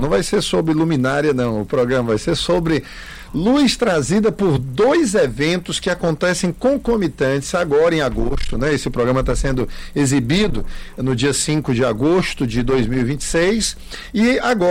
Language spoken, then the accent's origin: Portuguese; Quixeramobim, Ceará, Brazil; É, vizinha a minha terra do Quixarambi.